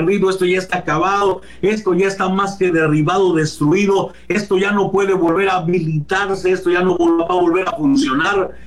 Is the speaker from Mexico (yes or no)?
yes; Mexico; Somos mexicanos, por supuesto. Amamos nuestra patria.